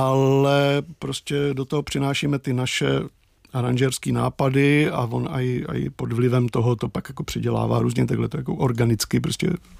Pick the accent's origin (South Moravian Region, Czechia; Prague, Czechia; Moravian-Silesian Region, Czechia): South Moravian Region, Czechia; Brno; já jsem z Brna